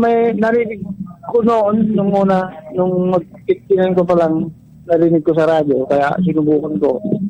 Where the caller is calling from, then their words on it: San Carlos, Pangasinan, Philippines